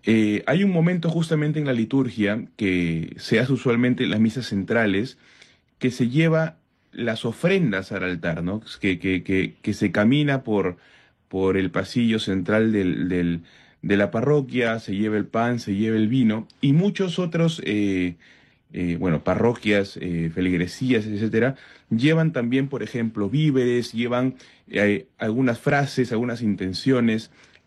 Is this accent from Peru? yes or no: yes; Peru; como ciudadanos, como peruanos